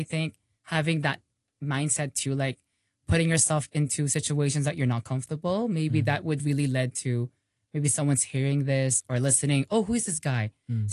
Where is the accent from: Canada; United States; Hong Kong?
Hong Kong; born there; I'm Filipino, but you know, my culture is because I'm born in Hong Kong. So I'm not really very familiar with the Philippines too.